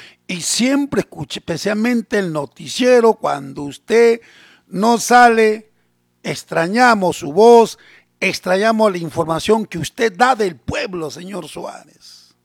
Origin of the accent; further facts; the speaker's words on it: Ilabaya, Tacna, Peru; en mi tierra, ya no se llama Hilabaya